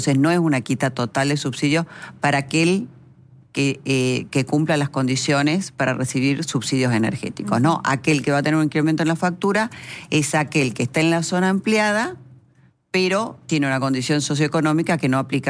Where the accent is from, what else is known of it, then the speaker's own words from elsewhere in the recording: Salta, Argentina; Ustedes saben que yo soy de Salta, sí.